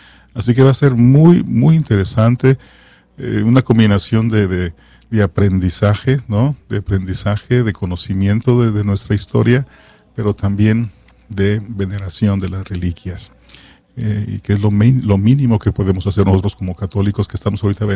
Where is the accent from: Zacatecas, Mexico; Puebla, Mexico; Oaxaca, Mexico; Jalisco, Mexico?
Jalisco, Mexico; Guadalajara; now in California, United States; Ahí en Guadalajara, de donde yo soy